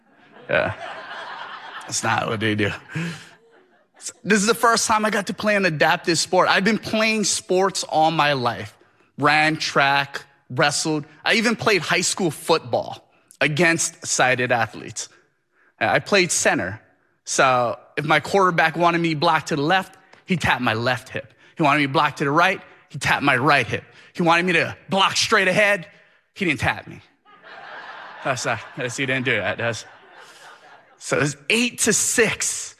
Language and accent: English; Kau, Hawaii, United States; now in Hyde Park, United States; currently living in Hyde Park, Massachusetts, but I was born and raised on the Big Island of Hawaii in a small town called Kau.